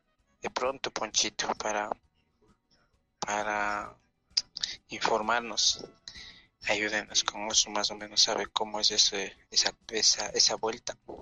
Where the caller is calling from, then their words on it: Otavalo, Imbabura, Ecuador; somos de Otavalo